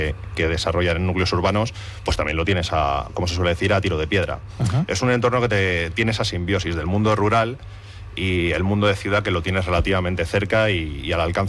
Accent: Spain; moved away as an adult; Yo con 31 años... o 30, 31 años me vine aquí, como te acabo de decir, compré una casa, como todo español tiene su hipoteca y sus deudas

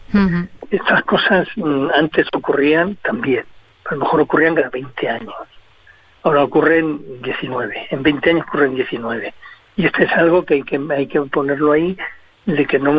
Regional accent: Spain

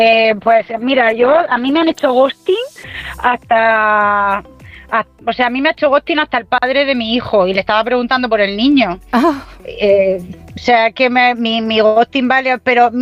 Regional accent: Region of Murcia, Spain; Pero soy murciana, soy murciana.

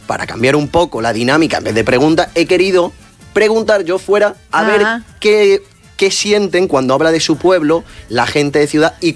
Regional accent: Andalusia, Spain; que normalmente no decimos de la ciudad que somos. Yo no digo, soy de Málaga.

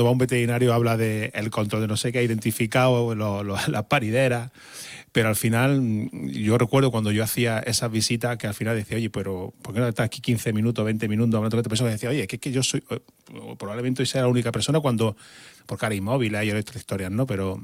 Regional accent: Jaén, Andalusia, Spain; now in Almería, Spain; yo soy de Jaén.

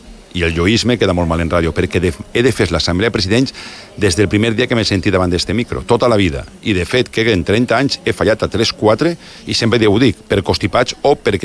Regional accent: Benaguasil, Valencian Community, Spain; Me pilla propet, jo soc de Benaguasil, o sea que ja aniré

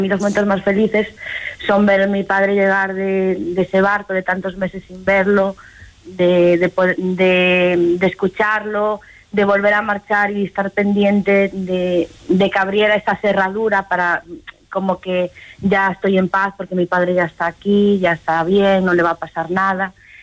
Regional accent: Galicia, Spain; subastadora en la lonja de mi pueblo, la primera mujer subastadora con 16 años, y después ya me formé para poder entrar en las agrupaciones de mariscadoras aquí en Galicia.

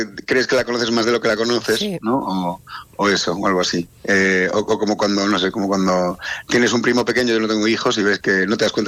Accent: Venezuela; moved away; mi madre es de ascendencia italiana, mi padre de ascendencia gallega, me crié en la infancia en Venezuela

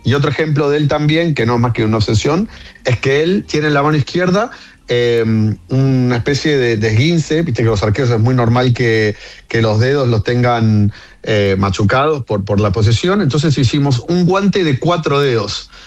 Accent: Argentina; obviamente como argentino, el cariño que le tengo

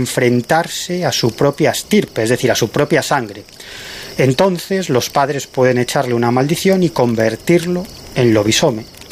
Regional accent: Galicia, Spain; Pues efectivamente, en mi tierra, en Galicia, la tradición de los hombres lobo, los lobisomes en gallego, es una tradición que está muy extendida

